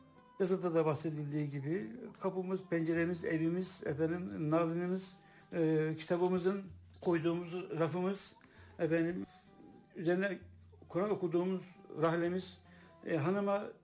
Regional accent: Tokat, Turkey; born there; moved away as an adult; also born or lived in Erzurum / Istanbul

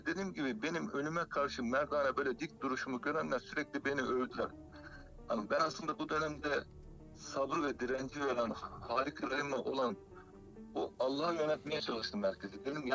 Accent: Sakarya, Turkey; benim memleketim Sakarya gelinim ben.

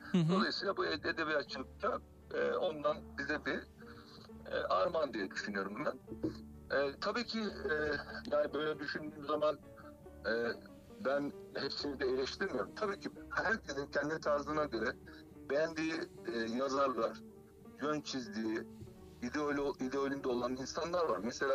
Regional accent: Sakarya, Turkey; hatta tabii benim memleketim Sakarya, gelinim ben.

